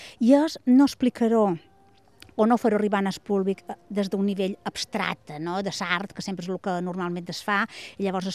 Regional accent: Ferreries, Balearic Islands, Spain; som menorquina

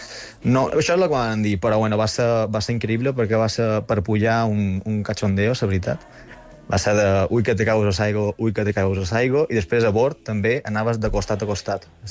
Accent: Inca, Balearic Islands, Spain; Jo soc d'Inca, Inquero.

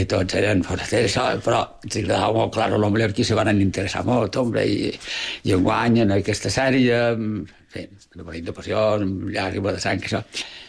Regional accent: Palma, Balearic Islands, Spain; vaig néixer a Palma. Que són dels hostalets. Exactament de Can Capot són, jo. Quan acaba els hostalets, i llavors ve Sant Vicent Ferrer, que és el primer carrer de Can Capot. I vaig néixer allà

